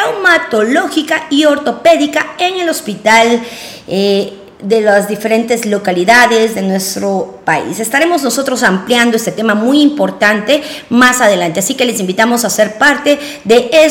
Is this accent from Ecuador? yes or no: yes; Ecuador; como los ecuatorianos nos merecemos